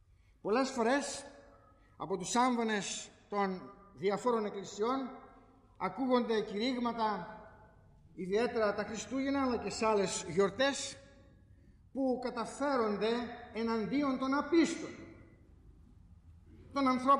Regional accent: Crete, Greece; born there; now in Thessaloniki, Greece; Είμαι πολίτης τούτης της πόλης από το 1941. Έζησα περισσότερα χρόνια από ό,τι στην πατρίδα μου την Κρήτη.

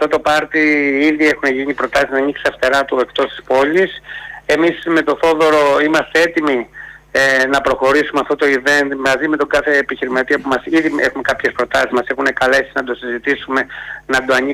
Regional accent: Patras, Western Greece, Greece; Αγαπάω την πόλη μου. Είμαι γέννημα Θρεμαπατρινός. Ασχολούμαι με τα κοινά της πόλης

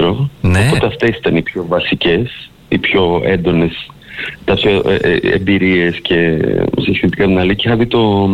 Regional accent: Thessaloniki, Central Macedonia, Greece; επειδή είμαι από τη Θεσσαλονίκη

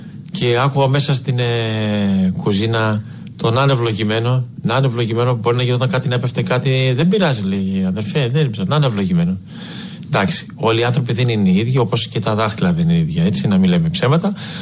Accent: Mount Athos, Greece; born there; το ότι μεγάλωσα και στο Άγιο Όρος μέσα

